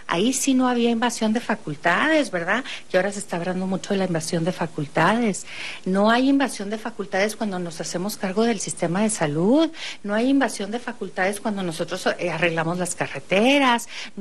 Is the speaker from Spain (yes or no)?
no; Chihuahua, Mexico